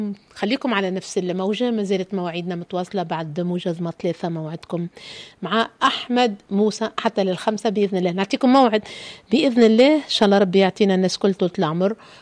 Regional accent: Teboulba, Monastir Governorate, Tunisia; باش نكونوا مع زهية حومتنا في تبولبا.

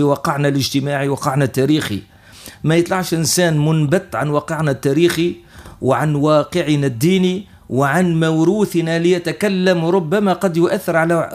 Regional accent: Tunisia; ونحمد الله أن جينا من تونس وليس من بلاد أخرى

